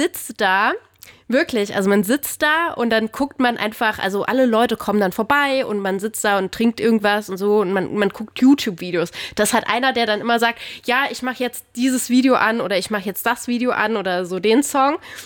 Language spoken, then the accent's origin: German; Saarbrücken, Saarland, Germany; moved away; ich komme ursprünglich aus Saarbrücken und ich habe da in so einer WG gewohnt